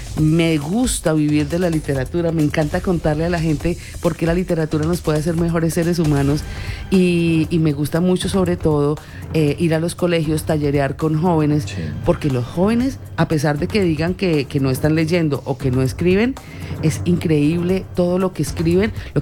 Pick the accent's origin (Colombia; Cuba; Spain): Colombia; Huila; yo soy del Huila